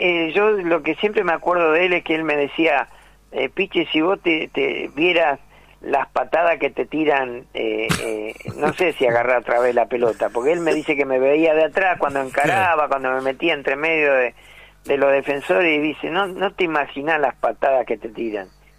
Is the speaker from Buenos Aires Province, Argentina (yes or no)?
yes; Haedo, Buenos Aires Province, Argentina; yo soy de Aedo, vivo a una cuadra de la estación de Aedo.